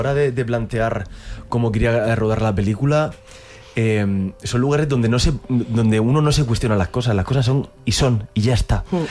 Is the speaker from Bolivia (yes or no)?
no; Region of Murcia, Spain; Y muchísima gente de mi tierra, que yo soy murciano, dice, tío, parece que está rodada en Murcia.